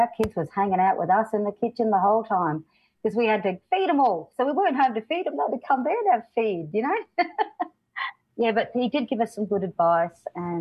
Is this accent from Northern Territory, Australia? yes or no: yes; Alice Springs, Northern Territory, Australia; we're from Mabantua, Mabantua.